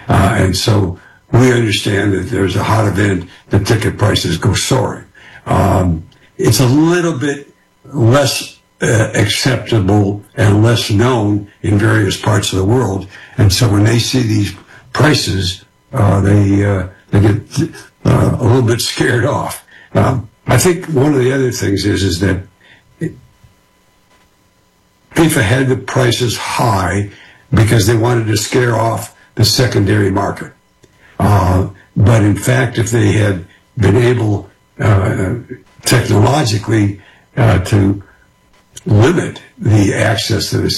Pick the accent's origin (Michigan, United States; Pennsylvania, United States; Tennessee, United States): Michigan, United States; Detroit; No, I grew up in the Midwest in the 50s and early 60s